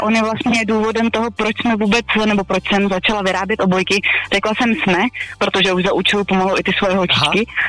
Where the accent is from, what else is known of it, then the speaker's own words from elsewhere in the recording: Sokolov, Karlovy Vary Region, Czechia; Já jsem ze Sokolova, ze západních Čech.